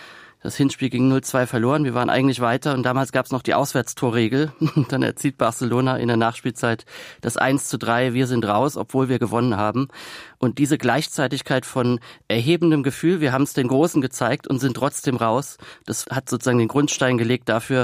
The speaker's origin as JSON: {"language": "German", "region": "Rhineland-Palatinate", "country": "Germany", "accent": "Palatinate dialect (Pfälzisch)", "moved": "yes", "said": "dass ich aus der Pfalz komme und einen Dialekt gesprochen habe, immer schon."}